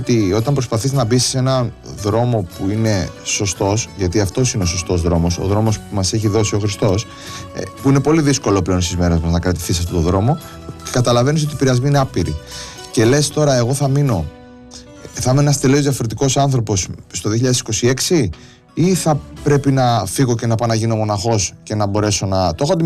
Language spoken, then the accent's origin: Greek; Megara, Attica, Greece